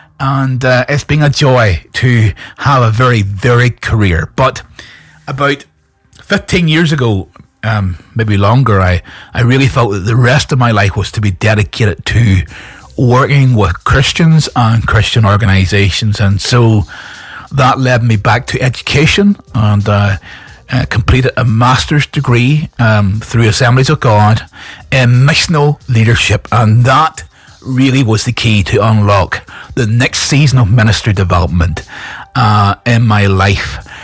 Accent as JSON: {"language": "English", "region": "Northern Ireland", "country": "United Kingdom", "said": "I am from Northern Ireland"}